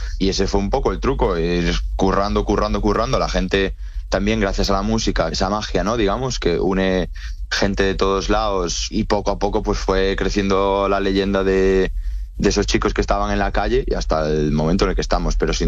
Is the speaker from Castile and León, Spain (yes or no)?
no; Galicia, Spain; Va, y yo que soy de Galicia, Galiza, Baliza.